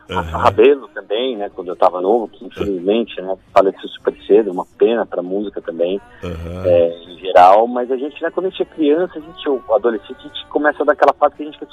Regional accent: São Paulo, Brazil; moved away as an adult; also born or lived in London; eu moro, eu sou nascido em São Paulo, vivi em São Paulo a vida inteira, até quando eu resolvi me mudar para Londres

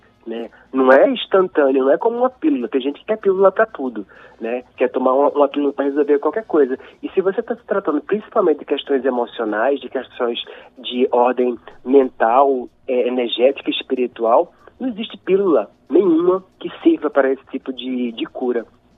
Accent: Recife, Pernambuco, Brazil; born there; moved away as an adult; now in São Paulo, Brazil; Eu sou de Recife, nasci de Recife, mas moro em São Paulo há 18 anos.

